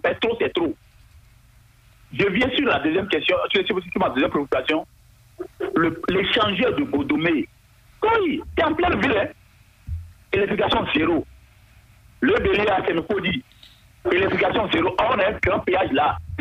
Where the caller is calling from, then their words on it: Benin; notre pays, le Bénin